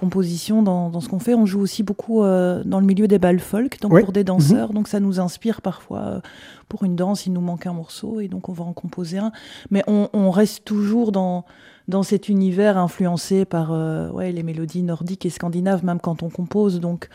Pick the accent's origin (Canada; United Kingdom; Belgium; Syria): Belgium; Wallonia; Et quand on va en Suède et qu'on dit qu'on est wallon, en fait, tout le monde connaît la Wallonie